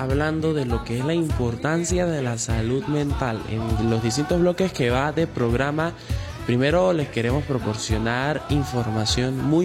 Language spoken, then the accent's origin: Spanish; Palo Gordo, Táchira, Venezuela; un saludo a mi tierra Palo Gordo